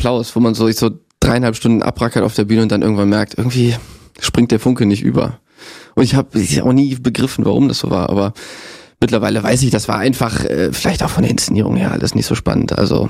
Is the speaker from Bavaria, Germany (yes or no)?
no; Mönchengladbach, North Rhine-Westphalia, Germany; now in Berlin, Germany; Jetzt bin ich Berliner, genau, seit 1,5 Jahren.